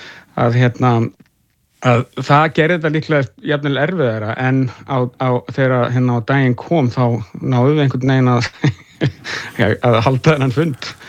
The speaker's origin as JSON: {"language": "Icelandic", "town": "Reykjavík", "region": "Capital Region", "country": "Iceland", "tie": "born or raised there", "said": "Þannig að ég var nefnilega ólst upp í Fossvogi, þannig að það var ekki það langt frá mér"}